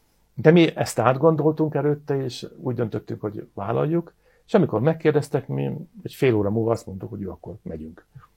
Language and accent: Hungarian; Hungary; now in Germany; magyarként Németországba kimentünk tanulni, ott megálltuk a helyünket